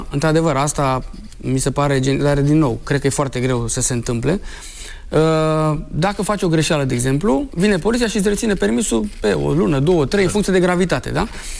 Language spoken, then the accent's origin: Romanian; Bucharest, Romania; moved away as an adult; now in Pitești, Romania; Eu sunt bucureștean de fel, dar m-am transferat la Pitești